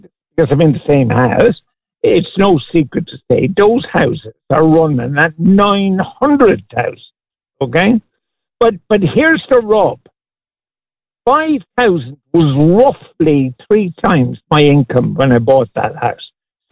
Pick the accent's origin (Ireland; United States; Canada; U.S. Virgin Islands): Ireland; Cork, Munster; now in Foxrock, Ireland; Those 20 years I spent in that house growing up in Cork were happy. Am I happier now in Leafy Fox Rock?